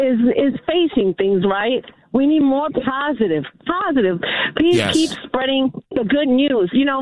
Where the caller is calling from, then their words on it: New York, United States; I am from Harlem. I went to the City College of New York, and I am of Puerto Rican descent.